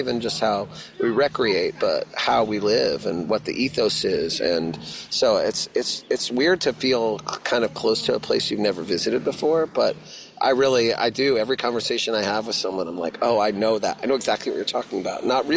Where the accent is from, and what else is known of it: Texas, United States